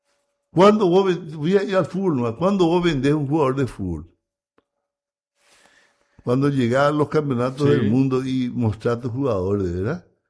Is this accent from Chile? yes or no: no; Paraguay